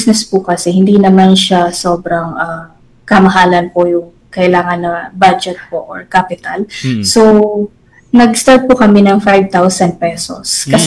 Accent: Ligao, Bicol Region, Philippines; sa Ligao, dito sa amin sa Ligao City.

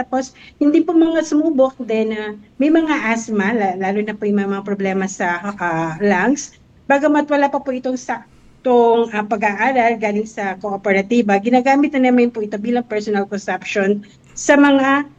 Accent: Bulacan, Central Luzon, Philippines; now in Cebu, Philippines; Yes po, taga Bulacan po ako, okay before. Po. Mm-hmm. During my childhood years po, mm-hmm. to elementary ko po, sa Bulacan po ako.

